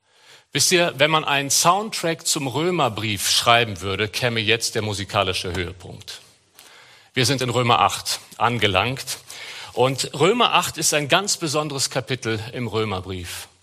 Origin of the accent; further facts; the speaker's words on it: Cologne, North Rhine-Westphalia, Germany; Wir fühlen uns als Kölner sehr mit euch hier verbunden durch Jesus Christus.